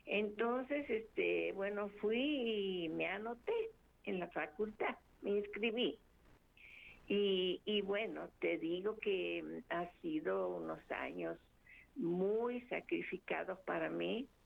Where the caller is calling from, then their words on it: Santiago del Estero, Argentina; de Santiago del Estero.